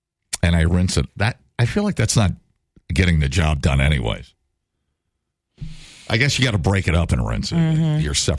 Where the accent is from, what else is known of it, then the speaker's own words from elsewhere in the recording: United States; I'm an American.